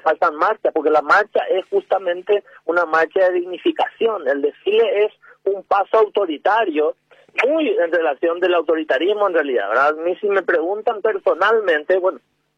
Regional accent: Paraguay; en qué condiciones queremos seguir siendo paraguayos

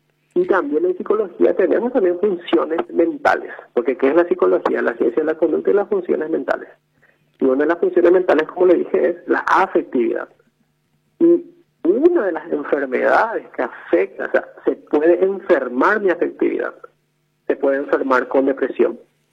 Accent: Luque, Central, Paraguay; yo soy de Luque

